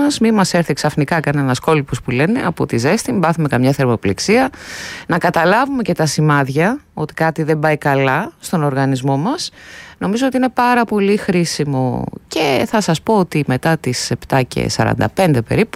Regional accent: Central Macedonia, Greece; στην πατρίδα μου πάνω στη Χαλκιδική είχαμε σοβαρά τροχαία

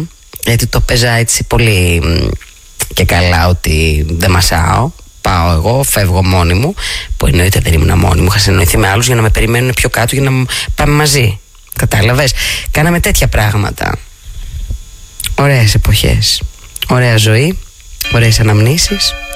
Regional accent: Pitsi, Central Greece, Greece; Απέναντι από το δικό μου το χωριό, το γνωστό και ξεκουστό με τα 30 σπίτια, το Πίτσι, το χωριό μου, εντάξει, νομός Θεότιδας

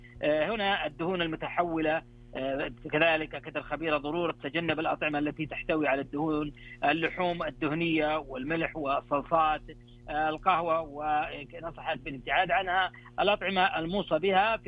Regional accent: Saudi Arabia; عندنا في السعودية

